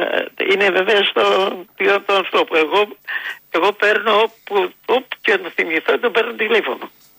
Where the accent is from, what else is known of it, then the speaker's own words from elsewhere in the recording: East Macedonia and Thrace, Greece; now in Dafni, Athens, Greece; εγώ είμαι από Καβάλα, από χωριό της Καβάλας.